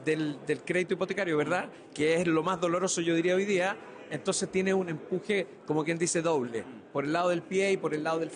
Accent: Spain; nosotros que somos españoles también

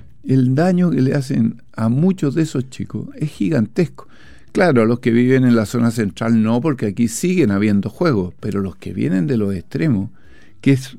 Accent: Antofagasta, Chile; yo soy de Antofagasta, como usted bien sabe

